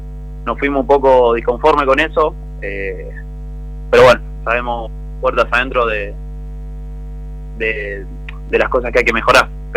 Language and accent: Spanish; Buenos Aires, Argentina; moved away as an adult; now in Rivadavia, Argentina; Es mi primera salida de Buenos Aires, yo siempre jugué allá